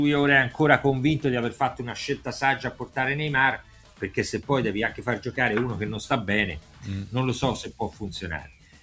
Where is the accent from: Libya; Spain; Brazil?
Brazil